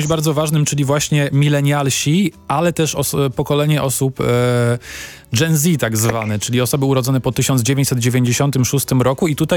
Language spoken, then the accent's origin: Polish; Warsaw, Masovian Voivodeship, Poland; to jest Mary Montruda w Warszawie, a ja się wychowywałem w okolicy